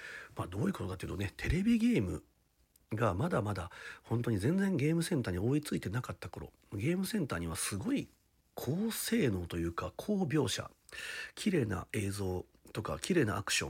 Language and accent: Japanese; Aichi, Japan; 僕たちはもう片田舎の愛知県の本当片田舎に住んでいて、